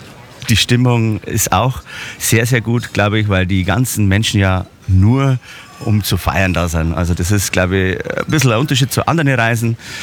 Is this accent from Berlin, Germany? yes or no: no; Bavaria, Germany; Also ich muss jetzt korrigieren, bei uns in Bayern, wir sagen nicht Mars, sondern wir sagen Moss.